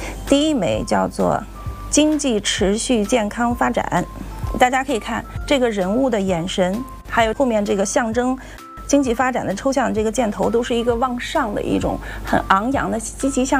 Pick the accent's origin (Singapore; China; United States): China; 我是一个中国人。